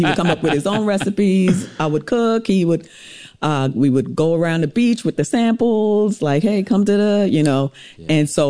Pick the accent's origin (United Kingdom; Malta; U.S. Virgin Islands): U.S. Virgin Islands; St. Thomas